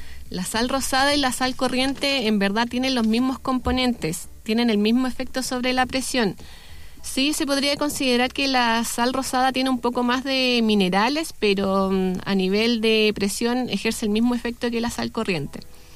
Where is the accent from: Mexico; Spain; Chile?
Chile